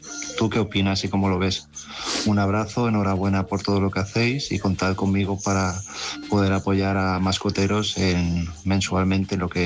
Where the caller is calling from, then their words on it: Palma de Mallorca, Balearic Islands, Spain; de Palma de Mallorca.